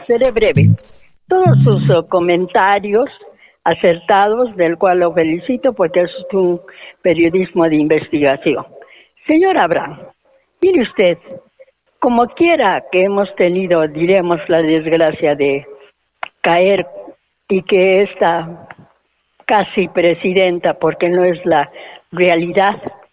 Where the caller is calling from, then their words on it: Peru; Yo como mujer, como peruana